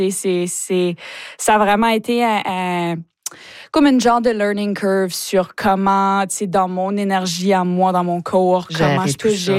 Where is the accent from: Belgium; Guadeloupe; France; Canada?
Canada; Chéticamp, Nova Scotia; Ouais, j'ai grandi à Chéticamp, comme t'as mentionné, tu sais, fait que j'ai grandi en faisant partie de la troupe du Conseil des arts de Chéticamp.